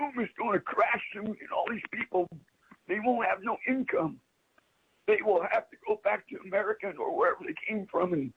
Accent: Indiana, United States; born there

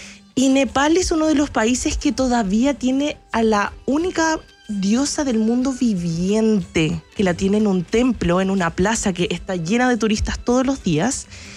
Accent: Santiago, Santiago Metropolitan Region, Chile; yo conozco la cordillera, vengo de Santiago de Chile, pero no.

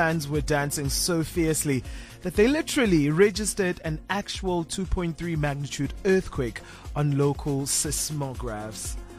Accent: South Africa

